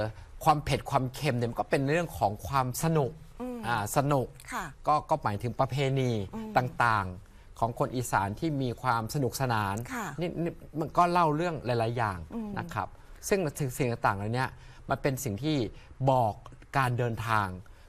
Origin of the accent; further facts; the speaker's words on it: Bueng Kan, Thailand; การที่ผมเนี่ยเติบโตที่จังหวัดบึงกาฬ